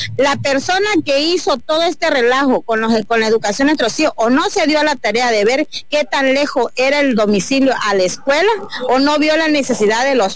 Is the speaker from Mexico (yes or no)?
yes; Macuspana, Tabasco, Mexico; Somos un grupo de mamás que venimos de Macuspana en representación de nuestros hijos.